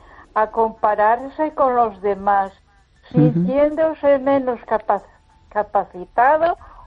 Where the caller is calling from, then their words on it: Ponferrada, Castile and León, Spain; de Ponferrada.